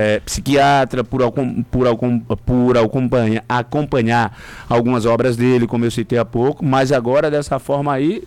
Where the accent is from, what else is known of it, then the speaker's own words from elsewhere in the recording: Brazil; Na minha visão, como um bom brasileiro